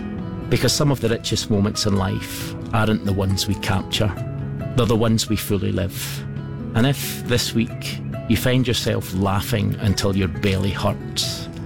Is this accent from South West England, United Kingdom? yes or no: no; Scotland, United Kingdom; moved away as an adult; now in Akrotiri, Cyprus; As a Scotsman